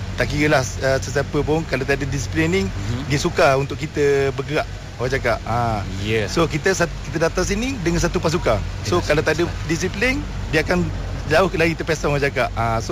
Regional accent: Terengganu, Malaysia; Saya pun asal dari Terengganu.

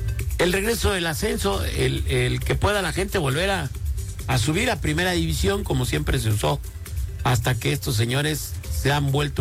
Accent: Mexico

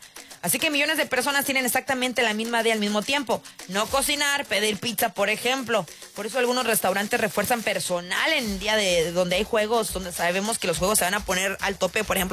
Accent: Mexico; now in United States; aquí no nada más somos mexicanos en Estados Unidos

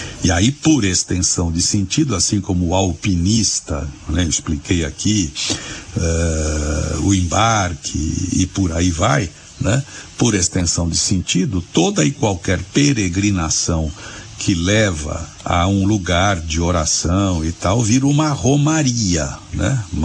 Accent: Guaratinguetá, São Paulo, Brazil; born there; Aparecida, a terra, o território ali era parte de Guaratinguetá, onde eu nasci.

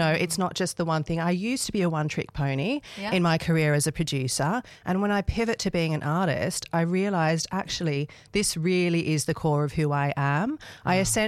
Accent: Sydney, New South Wales, Australia; moved away as an adult; now in Northern Rivers, Australia; But yeah, I am a local now. I'm originally from Sydney, but I have moved to the Northern Rivers about the end of last year.

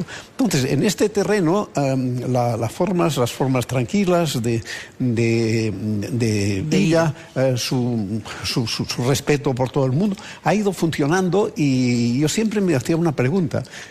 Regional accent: Catalonia, Spain; Yo soy ciudadano de España, pero catalán, que es distinto, pero bueno.

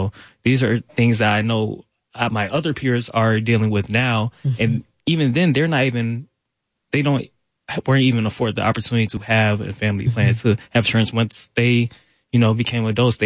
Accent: South Fulton, Georgia, United States; I grew up in South Fulton.

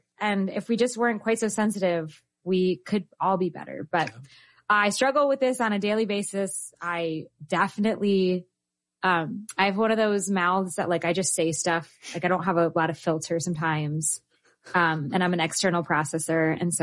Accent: East Coast, United States; now in Midwest, United States; So I am from the East Coast. I was raised to be judgmental. And as I adapt to Midwest sensibilities

